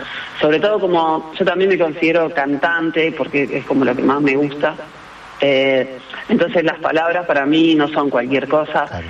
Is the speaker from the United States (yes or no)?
no; Rosario, Santa Fe, Argentina; now in Buenos Aires, Argentina; Yo siento que hay una Rosario donde yo me crié, donde yo aprendí, donde jugué al fútbol, donde empecé a hacer música, que vive muy en mí, que es bastante diferente a la Rosario de ahora